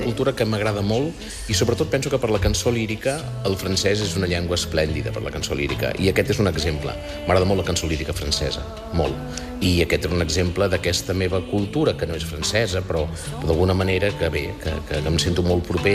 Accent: Catalonia, Spain; jo sóc empordanès i a la meva època d'alumne d'institut jo vaig aprendre francès com a llengua estrangera.

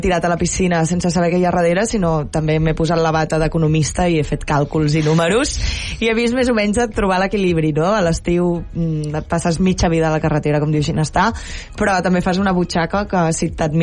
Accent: Catalonia, Spain; com a bona catalana.

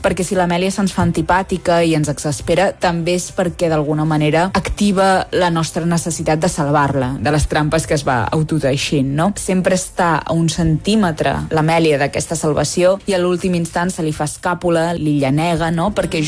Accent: Catalonia, Spain; com a catalans potser tenim la tendència a fer-nos petits, a minvar

